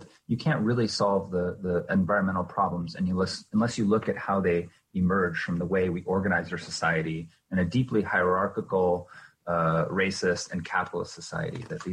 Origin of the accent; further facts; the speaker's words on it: Washington, United States; the anti-WTO demonstrations in Seattle, which is near my hometown. And I was living in Seattle at the time